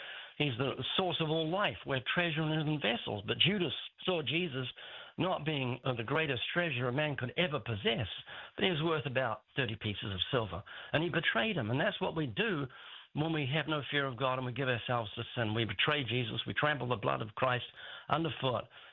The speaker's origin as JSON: {"language": "English", "country": "New Zealand", "tie": "born there", "said": "You said I was born in New Zealand. You missed out the fact that I was born there twice."}